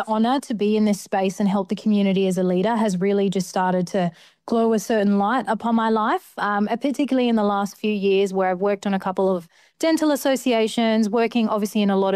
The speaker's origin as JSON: {"language": "English", "town": "Darwin", "region": "Northern Territory", "country": "Australia", "tie": "born or raised there", "moved": "as an adult", "lives_now": "Adelaide, Australia", "said": "Yeah, so I was born and raised up in Darwin for majority of my life until I made my travels down to Kaurna country in Adelaide to start my studying journey a little bit more."}